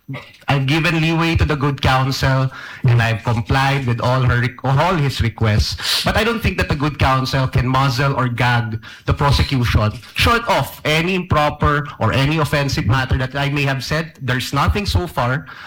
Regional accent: Mindanao, Philippines; As I mentioned, Your Honor, I'm from Mindanao

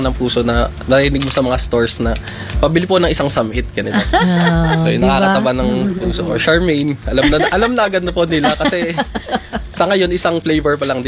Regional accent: Cordillera Administrative Region, Philippines; And then, especially dun sa amin sa Ifugao

